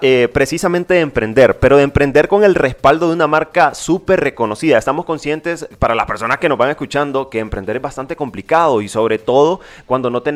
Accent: Honduras; nos denomina como hondureños

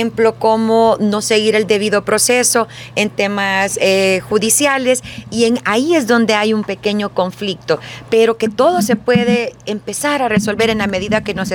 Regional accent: Honduras; se nos olvida a veces que todos somos hondureños y que todos cabemos en la misma mesa

